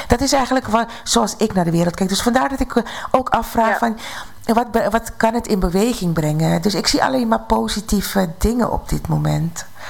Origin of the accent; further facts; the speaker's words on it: Suriname; ik ben in Suriname opgegroeid. Tussen alle bevolkingsgroepen.